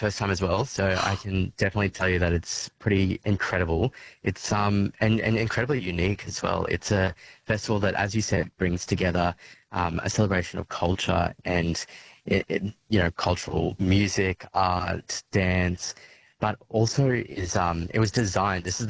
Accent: Melbourne, Victoria, Australia; For your listeners, I'm normally from Melbourne, so I can tell you it

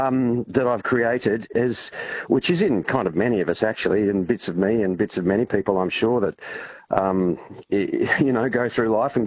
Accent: South Australia, Australia; So I've spent many years in growing up in South Australia, actually.

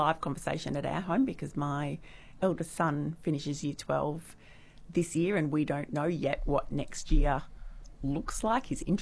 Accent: Melbourne, Victoria, Australia; So I grew up in Melbourne and I went straight from school to university.

